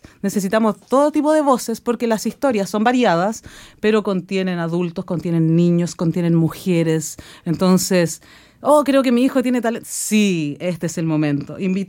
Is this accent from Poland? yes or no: no; Malloa, O'Higgins, Chile; yo soy de Mayoa toda la vida